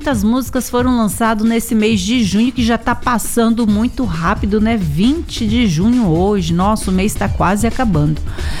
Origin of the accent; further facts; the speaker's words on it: Brazil; porque somos brasileiros.